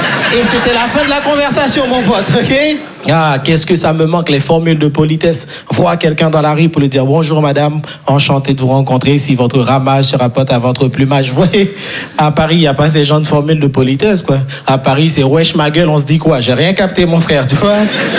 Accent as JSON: {"language": "French", "country": "Haiti", "said": "Moi, je viens de Haïti."}